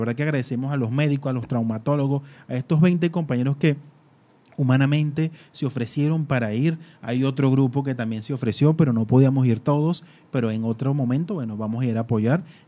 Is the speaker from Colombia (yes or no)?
no; Venezuela; somos venezolanos, somos hermanos, somos uno solo